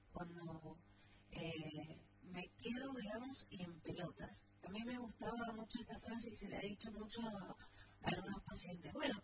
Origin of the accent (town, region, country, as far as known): Argentina